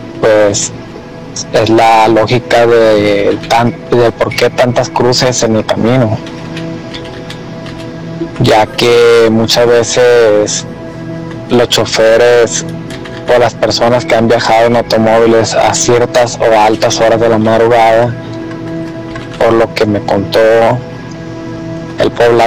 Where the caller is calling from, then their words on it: Sinaloa, Mexico; Yo soy de Sinaloa.